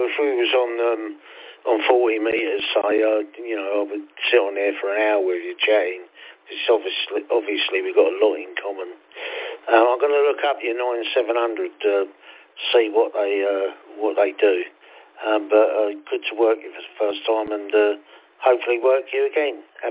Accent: London, United Kingdom; moved away as an adult; now in County Durham, United Kingdom; As you can tell by the accent, I'm from down south. Born and bred in the East End of London, mate. Love a bit of pie mash. I'm now living in County Durham. Different way of life to London, but I don't miss London.

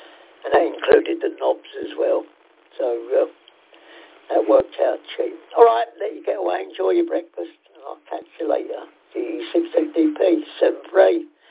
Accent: London, United Kingdom; born there; accent: South London; also born or lived in Hammersmith; I'm a Londoner. I'm born in Kennington, and then moved to Hammersmith and lived in a diabetic hostel.

